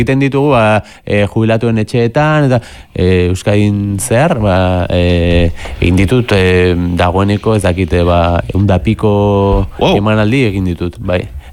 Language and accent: Basque; Tolosa, Basque Country, Spain; Tolosarra dela, ni bezala